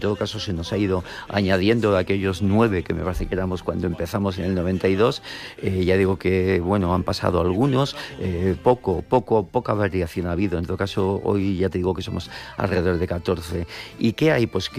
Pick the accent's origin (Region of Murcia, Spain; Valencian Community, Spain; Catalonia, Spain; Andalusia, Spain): Catalonia, Spain; also born or lived in Aragon; somos muchos los aragoneses que nos criamos en Cataluña, que nos consideramos en cierto modo de los dos sitios, ¿no? Siempre digo que uno puede ser de dos lugares.